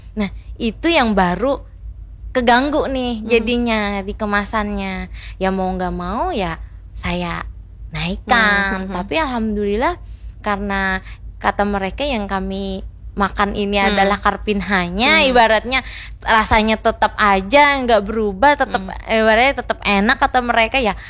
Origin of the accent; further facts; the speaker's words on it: Banjarmasin, South Kalimantan, Indonesia; Kita dari Banjarmasin.